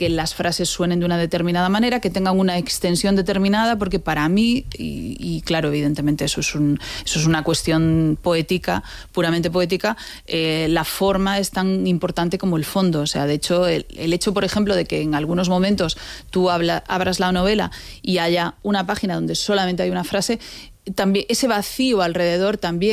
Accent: A Coruña, Galicia, Spain; Soy gallega digámoslo, soy gallega. Gallega de A Coruña.

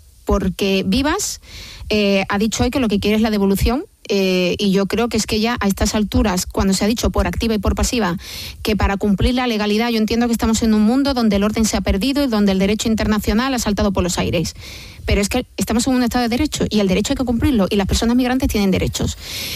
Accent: Andalusia, Spain; como sabéis, yo soy de Andalucía

